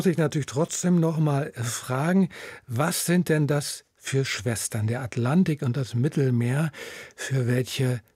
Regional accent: Northern Germany, Germany; nun bin ich ja im Norden aufgewachsen

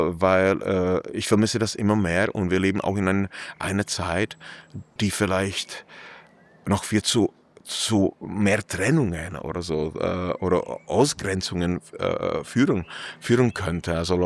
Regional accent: Bohemia, Czechia; Ich komme ja auch aus Böhmen und Prag ist voll von solchen Geschichten

